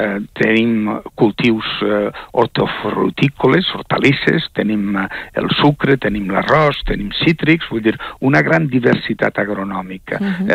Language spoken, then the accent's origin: Catalan; Valencian Community, Spain; com a valencià